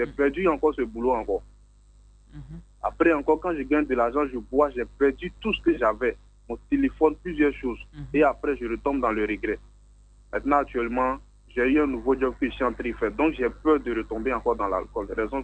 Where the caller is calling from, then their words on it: Abidjan, Côte d’Ivoire; J'appelle de la Riviera.